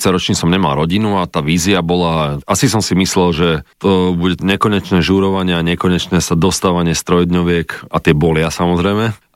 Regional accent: Zlaté Moravce, Nitra Region, Slovakia; born there; moved away; keď som žil v Zlatých Moravciach

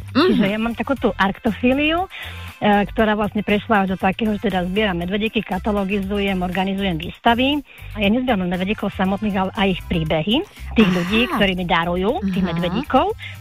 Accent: Bohdanovce, Košice Region, Slovakia; moved away as an adult; now in Bratislava, Slovakia; som teda z Bohdanovec pri Košiciach a nemali sme blízko knihovnickú školu. A keď som bola malá, tak sa mi zdalo, že ísť niekam ďaleko, sa mi zdalo, že je to nemožné, aj keď teraz som teda v Bratislave.

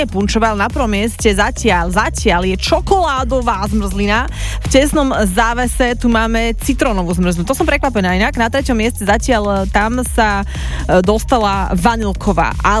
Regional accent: eastern Slovakia, Slovakia; som z východného Slovenska.

